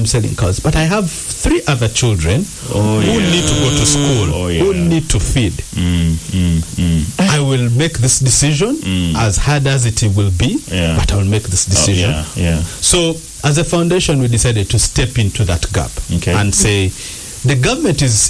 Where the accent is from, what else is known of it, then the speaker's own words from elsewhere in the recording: Eastern Region, Uganda; we are from Teso.